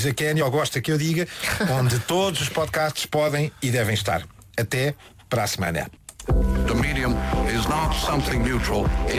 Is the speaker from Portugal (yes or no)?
yes; Portugal; Ainda bem que somos portugueses.